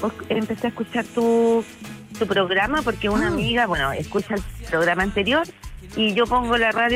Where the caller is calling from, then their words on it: Arica, Arica y Parinacota, Chile; Yo te estoy llamando de Arica.